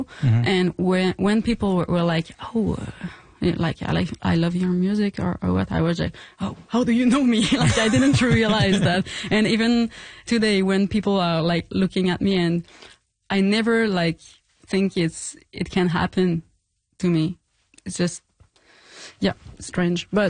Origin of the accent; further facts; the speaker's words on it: Gaspésie, Quebec, Canada; now in Montreal, Canada; I'm from Gaspésie, which is pretty far from Montreal, but I'm living in Montreal since like 10 years.